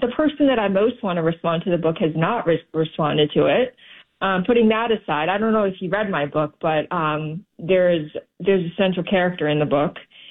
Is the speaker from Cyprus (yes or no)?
no; Sheffield, Yorkshire and the Humber, United Kingdom; now in United States; I'm from England, actually, yeah. England. I moved from England to the United States, Sheffield, England.